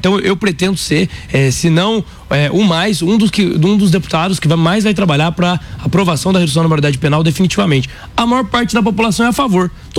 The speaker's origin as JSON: {"language": "Portuguese", "town": "São José dos Campos", "region": "São Paulo", "country": "Brazil", "tie": "born or raised there", "also_born_or_lived": "Sorocaba", "said": "Mas eu morei em São José dos Campos a partir dos meus 11 anos."}